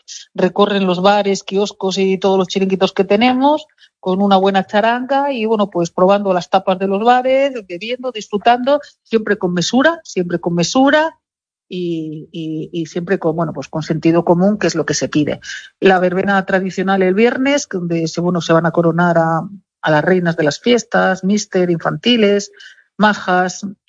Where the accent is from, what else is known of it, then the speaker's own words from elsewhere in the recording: Alfacar, Andalusia, Spain; En Alfacar todos tenemos apodos.